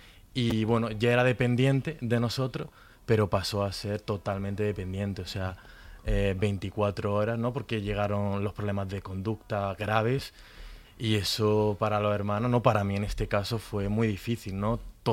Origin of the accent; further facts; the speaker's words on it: Granada, Andalusia, Spain; Yo soy de Granada, ¿no?